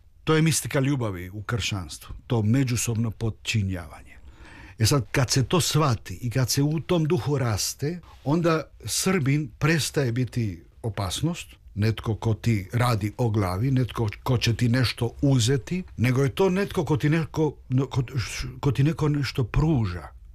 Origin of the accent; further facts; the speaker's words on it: Argentina; Hodam po Beogradu i osjećam se doma. Nešto nevjerojatno, ali to je zato što dolazim iz Argentine, iz jedne multikulti zemlje